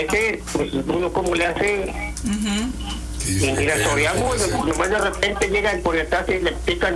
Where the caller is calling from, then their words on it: Ciudad Victoria, Tamaulipas, Mexico; Desde aquí, aquí de Victoria.